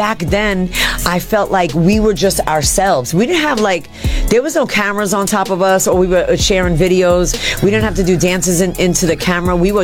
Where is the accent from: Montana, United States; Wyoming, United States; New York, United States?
New York, United States; I'm from Jamaica Avenue, that train stop, 169, so right where, you know … all them grew up